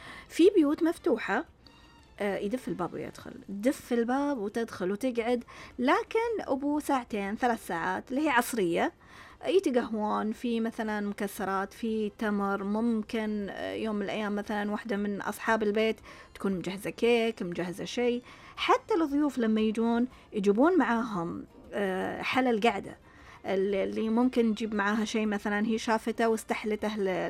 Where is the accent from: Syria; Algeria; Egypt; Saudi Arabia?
Saudi Arabia; إحنا هنا في السعودية